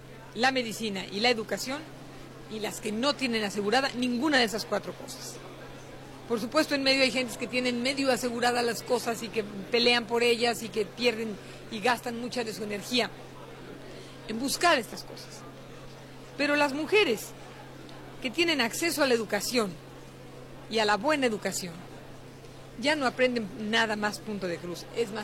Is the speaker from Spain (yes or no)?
no; Mexico